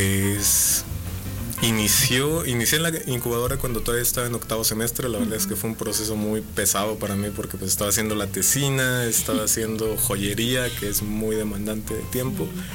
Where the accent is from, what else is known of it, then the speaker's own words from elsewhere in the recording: Dolores Hidalgo, Guanajuato, Mexico; Yo soy de Dolores Hidalgo, Guanajuato.